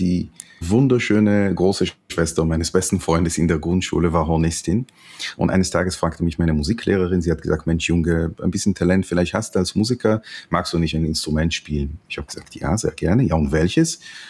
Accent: Jerusalem, Jerusalem District, Israel; ich bin ja in Jerusalem geboren und aufgewachsen

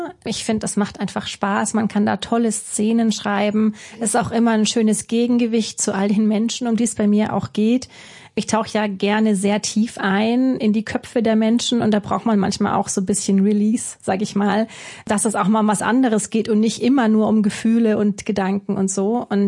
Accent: Southwest Germany, Germany; Also ich komme ja aus dem Südwesten, vielleicht weil man doch als Kind dann öfter da war zum Wandern und so.

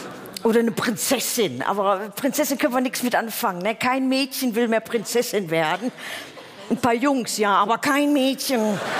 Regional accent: Oberhausen, North Rhine-Westphalia, Germany; Ich komme aus Oberhausen-Altstaden. Wie hört sich das denn an? Ne? Das ist mitten im Ruhrpott.

